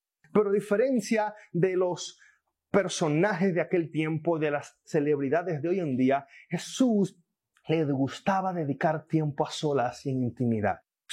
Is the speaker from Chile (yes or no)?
no; Dominican Republic; moved away; Allí en la República Dominicana, de donde soy oriundo